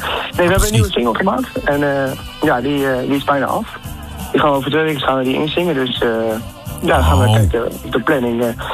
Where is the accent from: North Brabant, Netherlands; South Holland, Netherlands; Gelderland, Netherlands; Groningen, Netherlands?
South Holland, Netherlands; The Hague; En ik kom uit Den Haag.